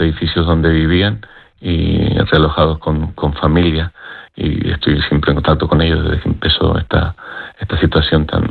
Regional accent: Venezuela; now in El Pinar, El Hierro, Spain; como venezolano siempre nos toca de cerca

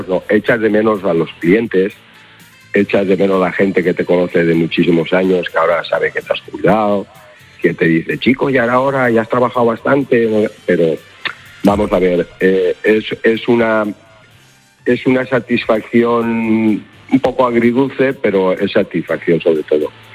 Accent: Gandia, Valencian Community, Spain; yo soy de Gandía. Aquí en Gandía, toda la gente de la época aquella, todos los amigos

